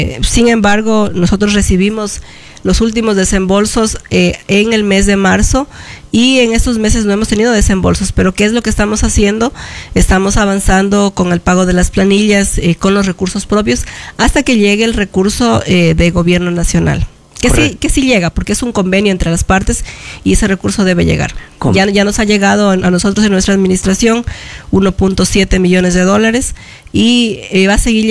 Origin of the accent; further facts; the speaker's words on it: Yantzaza, Zamora-Chinchipe, Ecuador; soy una hija de Llanzaza